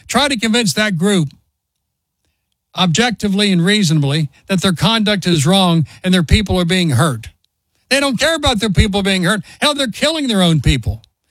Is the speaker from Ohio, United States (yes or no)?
yes; Cincinnati, Ohio, United States; Things are bad in my hometown of Cincinnati.